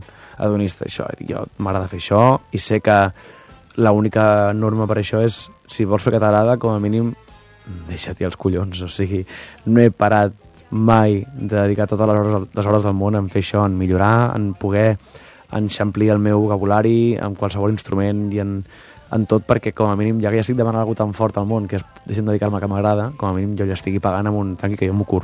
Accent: Cambrils, Catalonia, Spain; de Cambrils de tota la vida i orgullosíssim.

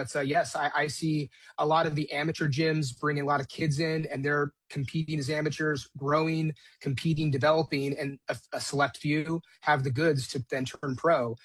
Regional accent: Nevada, United States; You know, but I'm from Nevada, born and raised, and we had sports betting, and it was something that was well regulated.

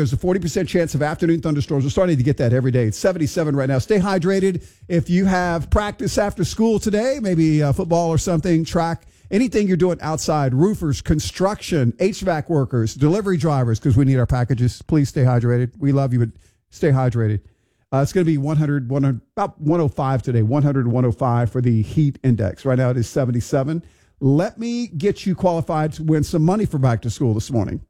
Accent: Houston, Texas, United States; now in Lafayette, United States; My hometown, Houston, Texas

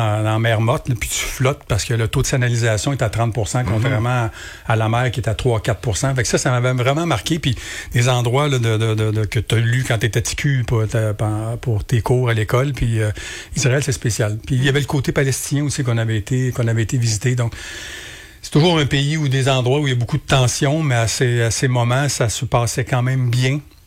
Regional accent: Montreal, Quebec, Canada; now in Granby, Canada; Moi, je suis né à Montréal. Fait que j'ai été élevé à Verdun là, pendant les 20 premières années de ma vie. Puis je suis arrivé à Granby. J'ai fait un petit séjour à Mercier-Châteauguay.

